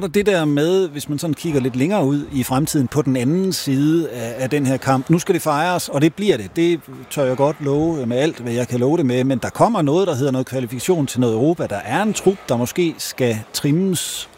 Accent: Aarhus, Central Denmark Region, Denmark; jeg er jo fra Aarhus

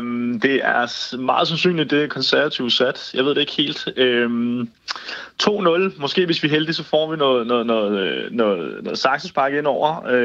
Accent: Brazil; vi som brasilianere altid tænker på, at vi starter jo først fodbold, når VM går i gang.

